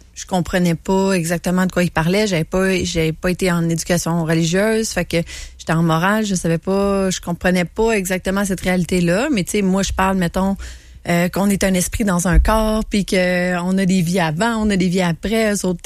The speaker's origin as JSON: {"language": "French", "town": "Quebec City", "region": "Quebec", "country": "Canada", "tie": "born or raised there"}